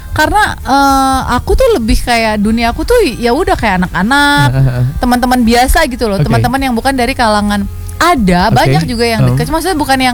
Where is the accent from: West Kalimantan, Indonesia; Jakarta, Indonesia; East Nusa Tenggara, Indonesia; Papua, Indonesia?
Jakarta, Indonesia; Aku Betawi.